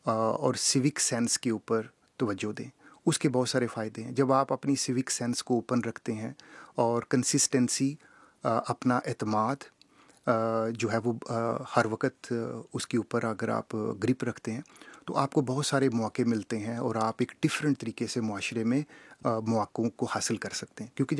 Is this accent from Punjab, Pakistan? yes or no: yes; Faisalabad, Punjab, Pakistan; now in Japan; میں ہوئی لیکن میری ساری پرورش فیصل آباد میں ہوئی, کاروبار ابھی ہم لاہور سے کر رہے ہیں, تو میرا پاکستان میں کافی ساری جگہوں سے تعلق ہے